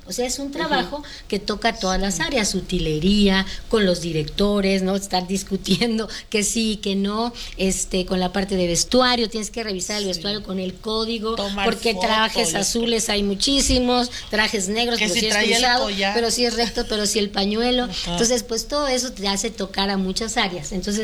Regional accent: Campeche, Mexico; now in Mexico City, Mexico; yo soy de Campeche, no era de Ciudad de México, entonces no conocía mucho.

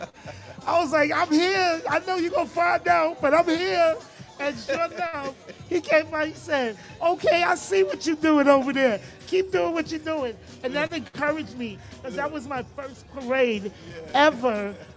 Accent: New York City, New York, United States; I grew up in the Bronx in Gun Hill, uptown.

